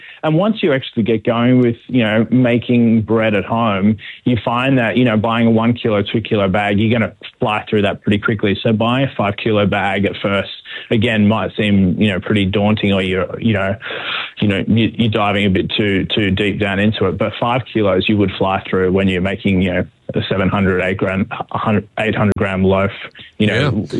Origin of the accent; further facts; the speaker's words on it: Sydney, New South Wales, Australia; moved away as an adult; now in Melbourne, Australia; Well, yeah, I was living in Sydney. I'm from Sydney originally.